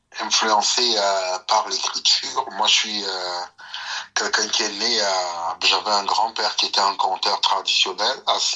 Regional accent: Cameroon; now in Canada; né et grandi au Cameroun et venu au Canada, ça fait quand même plus d'une décennie.

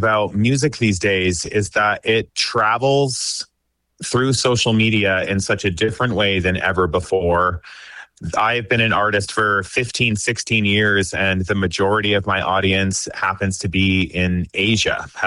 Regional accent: Alberta, Canada; now in Toronto, Canada; Currently, I'm based in Toronto, but I'm actually back in my hometown in Alberta right now, visiting family.

